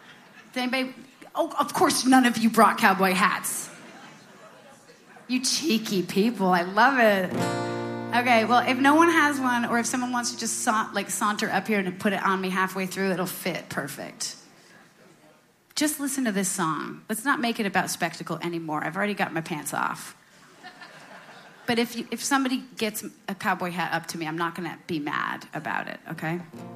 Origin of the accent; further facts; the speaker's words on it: Vermont, United States; Growing up in Vermont, I did not like jam bands.